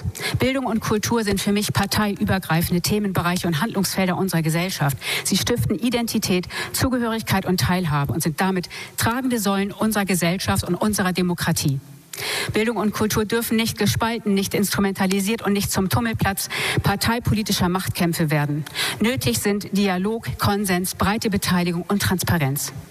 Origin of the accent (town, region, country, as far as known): Lübeck, Schleswig-Holstein, Germany; born or raised there